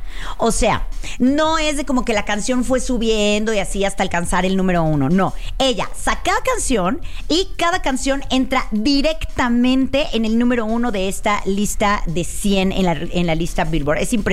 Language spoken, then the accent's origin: Spanish; Veracruz, Mexico; Soy jarocha